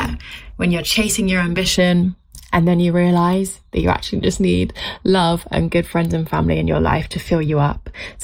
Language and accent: English; Nottingham, East Midlands, United Kingdom; I was born and raised in Nottingham.